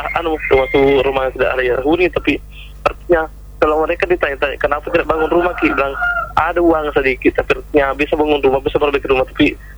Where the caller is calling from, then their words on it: South Sulawesi, Indonesia; di daerah saya sendiri di Lepari